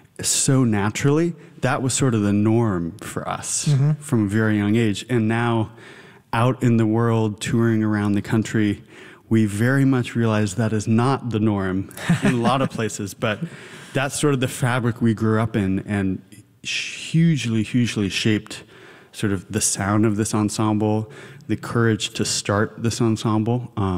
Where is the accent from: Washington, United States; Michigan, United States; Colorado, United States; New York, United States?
Washington, United States; Seattle; Growing up in Seattle, he was living here at the time